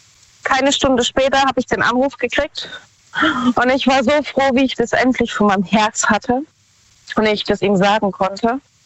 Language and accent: German; Baden-Württemberg, Germany; Von Baden-Württemberg. Nähe Karlsruhe.